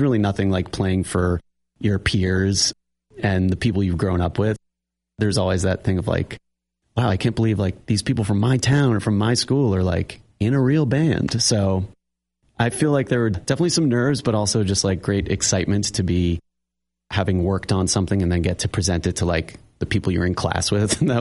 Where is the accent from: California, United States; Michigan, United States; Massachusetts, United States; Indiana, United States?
Massachusetts, United States; Andover; moved away as an adult; also born or lived in New York; I grew up in Andover, Mass, on the North Shore.